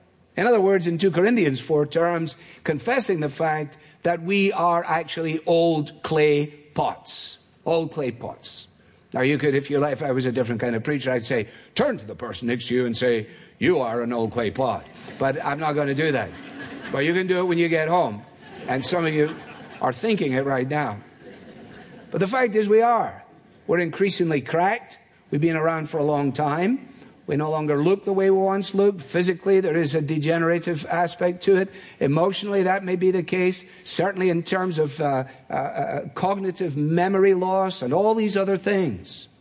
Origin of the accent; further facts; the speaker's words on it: Scotland, United Kingdom; As a Scotsman, it appeals to me.